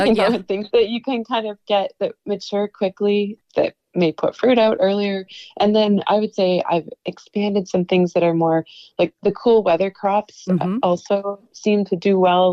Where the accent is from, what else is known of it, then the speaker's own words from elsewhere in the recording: Yukon, Canada; now in Skagway, United States; I'm originally from Yukon